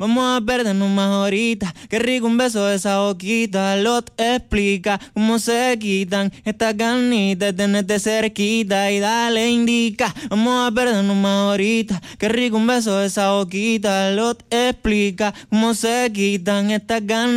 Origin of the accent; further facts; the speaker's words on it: Soledad, Atlántico, Colombia; Vengo de Ciudad Paraíso, municipio de Soledad.